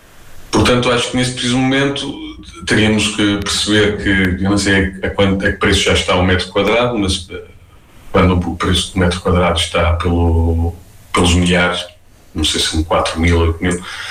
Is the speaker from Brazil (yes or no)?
no; Guarda, Centro, Portugal; now in Porto, Portugal; eu próprio já sou uma pessoa que chegou ao Porto, né? Não sou nativo do Porto, sou da Guarda, portanto, também houve uma altura que eu tive que fazer esta vinda.